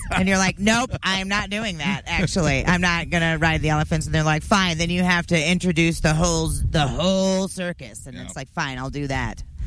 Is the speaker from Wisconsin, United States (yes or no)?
yes; Wisconsin, United States; accent: Wisconsin; my Wisconsin accent.